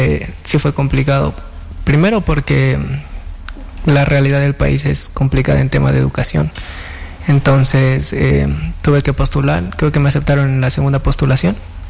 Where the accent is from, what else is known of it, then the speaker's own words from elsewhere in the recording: Quito, Pichincha, Ecuador; moved away; soy de Quito.